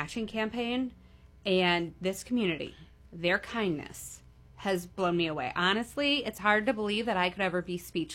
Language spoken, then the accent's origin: English; Milwaukee, Wisconsin, United States; also born or lived in Denver; obviously I'm from Milwaukee. I lived in Denver for almost a decade